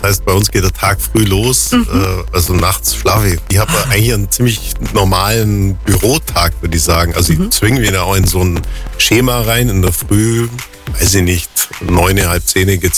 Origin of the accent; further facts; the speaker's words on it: Altusried, Bavaria, Germany; ich bin in Altus Ried aufgewachsen, wir haben die Freilichtspiele, wir haben das Pferdekästchen, wo ich auch dabei bin.